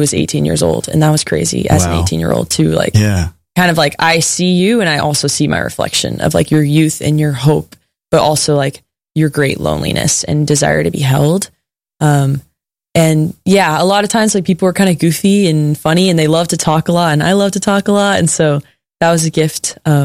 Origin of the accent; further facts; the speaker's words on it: Texas, United States; And talking about our home states. I've never talked about Texas more in my life.